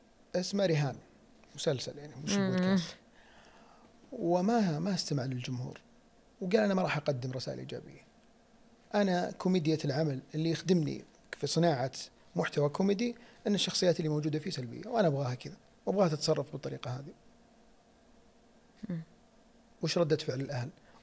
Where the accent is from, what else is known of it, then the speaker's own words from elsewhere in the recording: Saudi Arabia; نحن كفنانين سعوديين بناخذ هذا الجانب